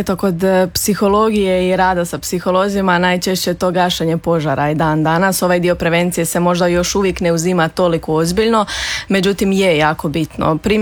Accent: Croatia; now in Zagreb, Croatia; ovdje kod nas u Hrvatskoj, u Zagrebu

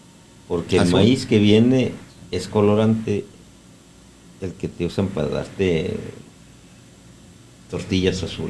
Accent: Mexico; Nosotros somos mexicanos.

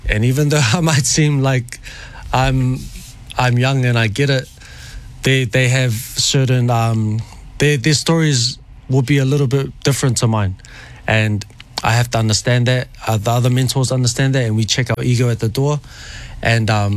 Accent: Grey Lynn, Auckland, New Zealand; also born or lived in Niue; from Liku mo Hikutuvake. And half Nguyen, half Māori, grew up in Greyland.

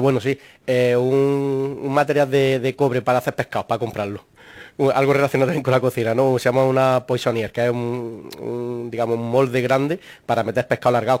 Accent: Granada, Andalusia, Spain; also born or lived in Valdepeñas de Jaén; La infancia en Granada. Por trabajo de mi familia, de mis padres, pues que yo soy de Jaén, de Valdepeñas, como mucha gente sabe, pero me crié en Granada.

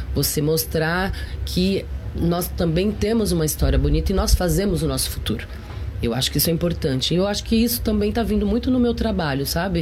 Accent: Rio de Janeiro, Brazil; born there; now in São Paulo, Brazil; e eu sou a própria mulher latina brasileira, né? Eu sou brasileira, nasci no Rio de Janeiro, moro em São Paulo, tenho um pé aqui na Bahia, porque me identifico muito

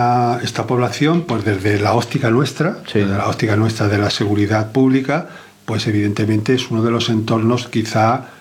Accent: Madrid, Community of Madrid, Spain; also born or lived in Alicante; now in Alcoy, Spain; Tuve varios destinos en Madrid, porque bueno, es la ciudad de la que provengo, aunque no nací en Madrid, pero desde niño fui allí

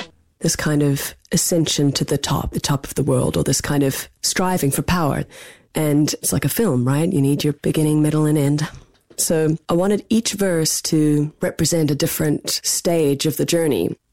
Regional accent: New Zealand; now in United States; And as a New Zealander living in America, watching how people rise through a campaign, right?

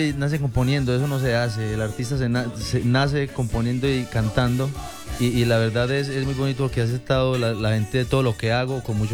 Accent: Caldas, Colombia; Venimos de la tierra de … digamos que la cuna de la música popular, el Eje Cafetero.

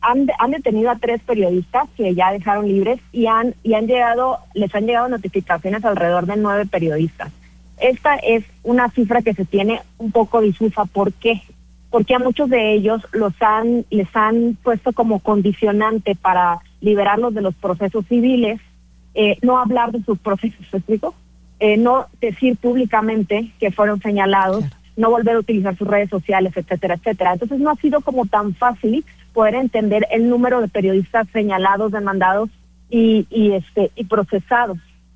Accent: Sonora, Mexico; yo soy de Sonora

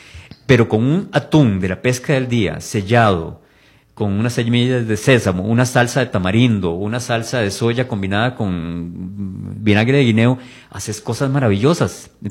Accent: Costa Rica; nos damos cuenta de lo que hacemos los ticos

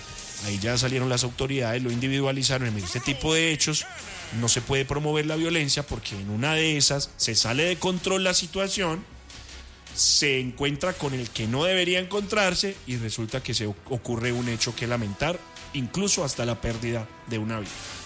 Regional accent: Colombia; somos ciudadanos y somos colombianos

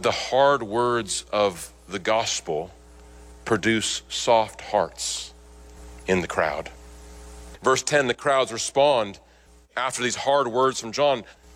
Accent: Nebraska, United States; there was this revival meeting that would happen out in the cornfields where I grew up in Nebraska.

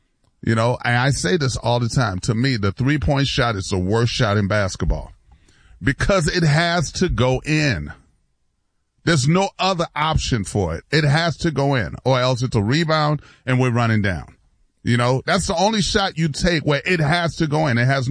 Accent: New York, United States; even though I'm from New York, but I was never a Knicks fan

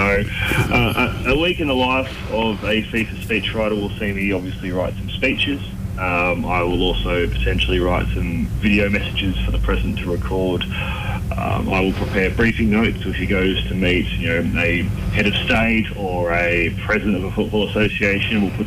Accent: New South Wales, Australia; But I grew up on a farm called Integrity Farms.

